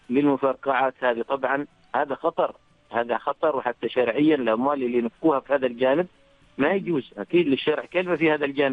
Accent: Oman; وإحنا كشعب كعمانيين

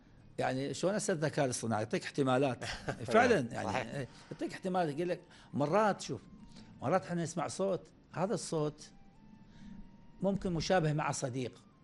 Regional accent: Southern Iraq, Iraq; احنا عندنا بالجنوب الهور والماي والبحر

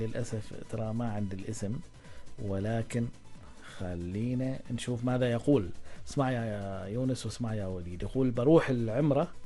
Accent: Muscat, Muscat Governorate, Oman; عندنا في مسقط

